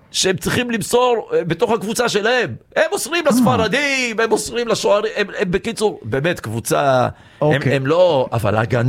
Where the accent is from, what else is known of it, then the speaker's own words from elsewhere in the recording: Kiryat Yam, Haifa District, Israel; אני גדלתי בקריית ים.